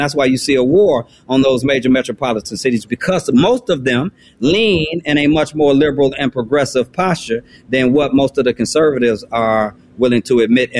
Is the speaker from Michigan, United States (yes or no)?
yes; Benton Harbor, Michigan, United States; And the people in the greater Chicago area are actually closer to my hometown, which has been Harbor, Michigan.